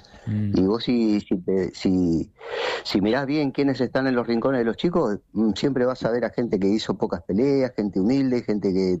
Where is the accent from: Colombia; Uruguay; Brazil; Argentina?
Argentina; Pigüé, Buenos Aires Province; now in Rawson, Argentina; decían porteño cuando recién llegué, entonces bueno, no me gustaba mucho y le dije que era Indio Pampa, porque soy de Pigüé, provincia de Buenos Aires.